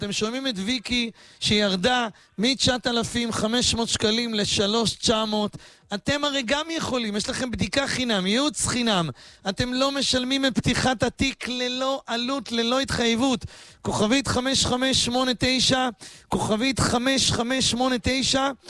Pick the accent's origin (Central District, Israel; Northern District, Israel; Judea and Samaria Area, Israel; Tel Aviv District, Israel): Tel Aviv District, Israel; Bat Yam; גם אני גדלתי בבת ים, ועד היום משפחה שלי בבת ים